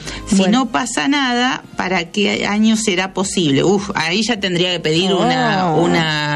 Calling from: José C. Paz, Buenos Aires Province, Argentina; de José Cepaz, provincia de Buenos Aires.

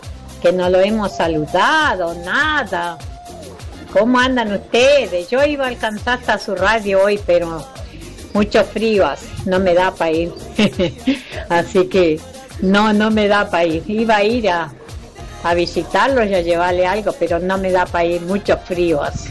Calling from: Junín de los Andes, Neuquén, Argentina; todo mi pueblo de Junín de los Andes

